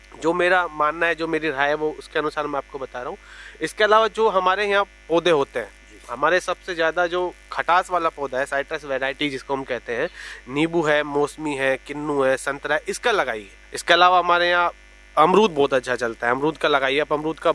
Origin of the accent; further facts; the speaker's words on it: Rajasthan, India; और मैं मालाखेड़ा ग्राम सुमेल का रहने वाला हूँ और मैं यहाँ खेती करता हूँ